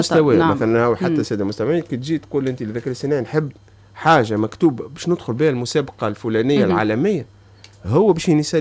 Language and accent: Arabic; Tunisia; عندنا في تونس